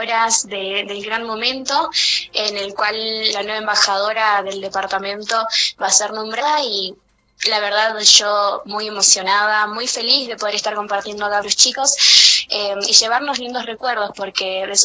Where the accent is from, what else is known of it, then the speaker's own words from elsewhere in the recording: Humahuaca, Jujuy, Argentina; moved away as an adult; now in Salta, Argentina; Yo era de Humahuaca, Central.